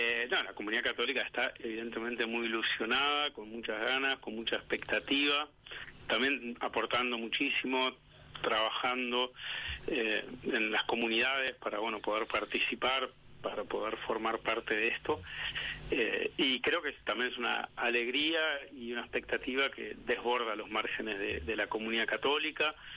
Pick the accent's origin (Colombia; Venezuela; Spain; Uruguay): Uruguay; Soy uruguayo.